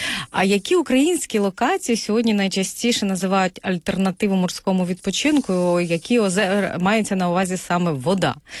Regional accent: Vinnytsia Oblast, Ukraine; я теж родом з Вінниччини

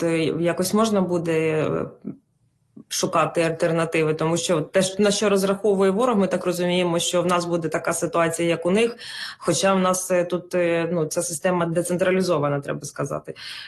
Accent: Sumy Oblast, Ukraine; бо в моїй рідній Сумській

